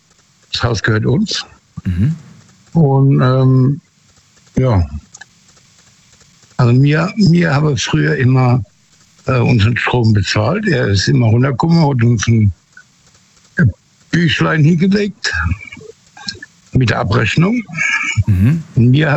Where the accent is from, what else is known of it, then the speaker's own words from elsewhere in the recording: Hesse, Germany; Ich bin eigentlich aus der Nähe von Biblis.